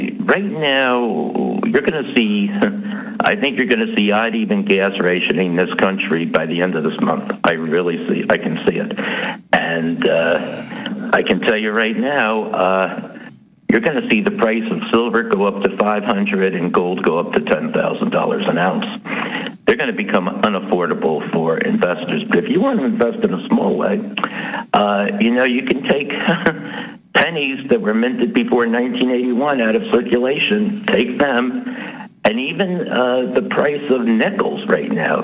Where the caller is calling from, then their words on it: Peekskill, New York, United States; calling from Peekskill, New York, in northern Westchester.